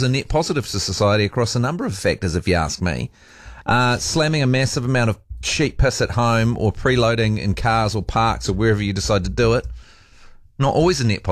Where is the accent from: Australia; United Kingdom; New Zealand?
New Zealand; South Island; now in Auckland, New Zealand; he lives in the South Island. I'm from the South Island.